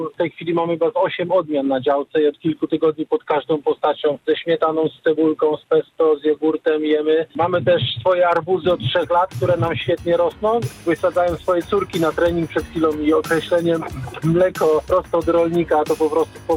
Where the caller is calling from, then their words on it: Lower Silesian Voivodeship, Poland; dzwonię z Dolnego Śląska.